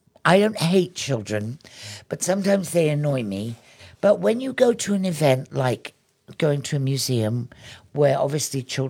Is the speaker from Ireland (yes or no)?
no; England, United Kingdom; I'm English, but that's the Sassenach they call you.